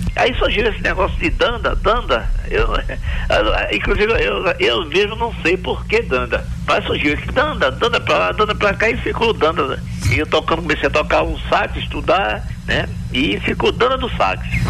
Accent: Jaboatão dos Guararapes, Pernambuco, Brazil; Eu sou de Jaboatão dos Guararapes.

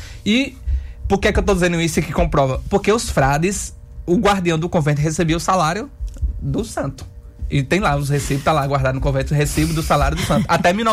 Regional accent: Triunfo, Pernambuco, Brazil; now in Salvador, Brazil; eu sou de Pernambuco, do sertão de Pernambuco, uma cidade chamada Triunfo. Fica ali próximo Serra Talhada, região do Pajeú, dos cantadores, né? Do cangaço.

